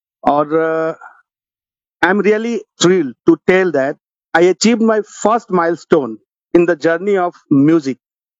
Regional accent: Patna, Bihar, India; पटना बिहार से हूँ।

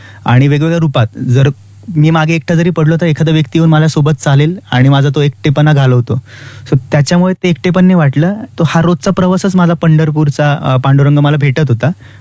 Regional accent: Nashik, Maharashtra, India; मी नाशिकचा आहे तर मला इथे जवळ घर होतं माझं.

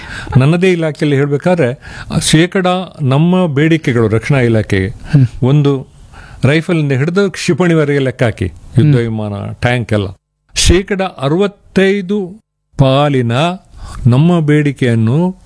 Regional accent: Karnataka, India

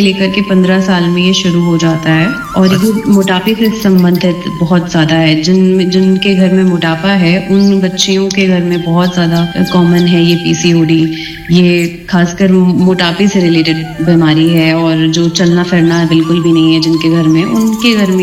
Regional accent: Lucknow, Uttar Pradesh, India; और मैं लखनऊ से हूँ

